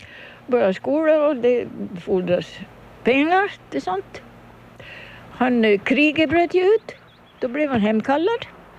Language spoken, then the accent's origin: Swedish; Kumlinge, Åland, Finland; born or raised there